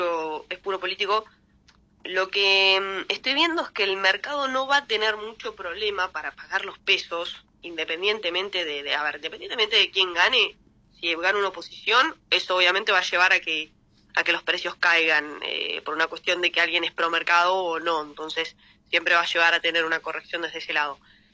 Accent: Argentina; seguimos siendo Argentina

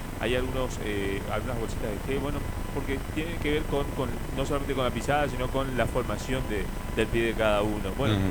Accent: General Alvear, Misiones, Argentina; la bandera de mi pueblo, General Alvear.

